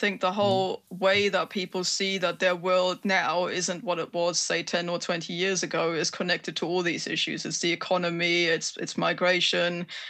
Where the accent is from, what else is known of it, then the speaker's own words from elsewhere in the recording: East Germany, Germany; moved away; Young people like myself, you mentioned earlier, I grew up in Eastern Germany. My entire generation pretty much left.